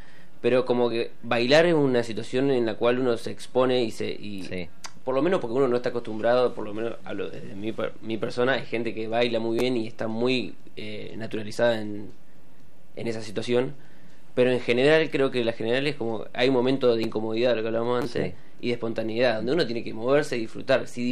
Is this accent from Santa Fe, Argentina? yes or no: yes; Santa Fe, Argentina; moved away; yo soy de Santa Fe